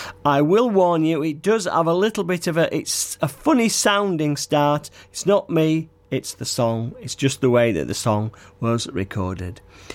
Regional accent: Yorkshire and the Humber, United Kingdom; I am from Yorkshire

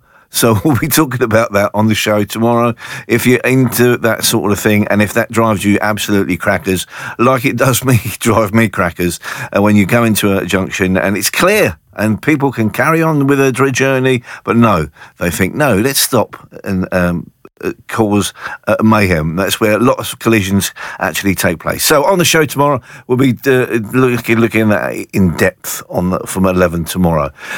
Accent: Kingsbury, London, United Kingdom; I was born in Kingsbury

